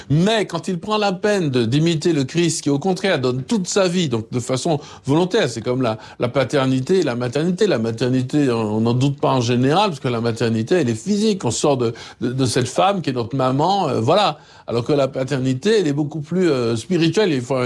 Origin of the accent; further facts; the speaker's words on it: Martinique, France; Ce que je dis là, c'est pas en tant que Martiniquais seulement. C'est pour tous les peuples.